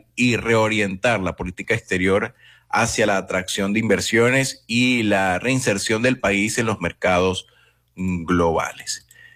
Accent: Venezuela; porque bueno, al final todos somos venezolanos.

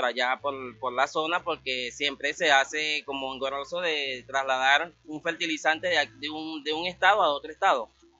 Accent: Portuguesa, Venezuela; porque somos del Estado Portuguesa. Nosotros somos del Estado Portuguesa que pertenecemos a la zona Lara.

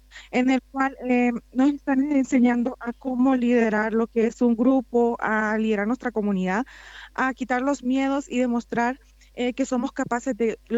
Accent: Honduras; Vengo en representación de mi país

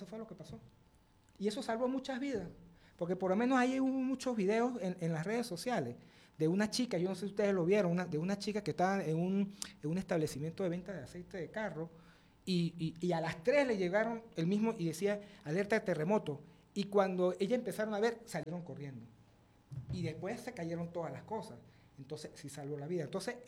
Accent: Venezuela; Mis padres son extranjeros, pero yo prácticamente me siento más venezolano que cualquier otra persona, porque yo amo a mi país, yo amo mi tierra.

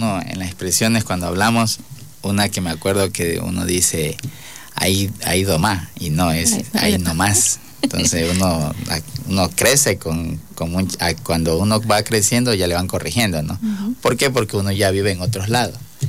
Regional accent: Manabí, Ecuador; born there; moved away

